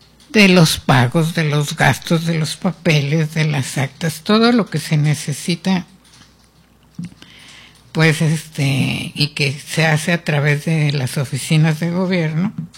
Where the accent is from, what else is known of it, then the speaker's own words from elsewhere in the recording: Mexico; nosotros como mexicanos